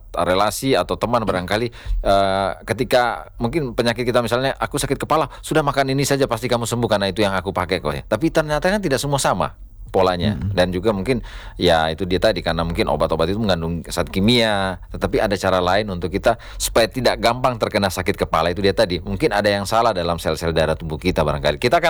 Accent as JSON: {"language": "Indonesian", "town": "Kendari", "region": "Southeast Sulawesi", "country": "Indonesia", "said": "kita ini warga Kendari"}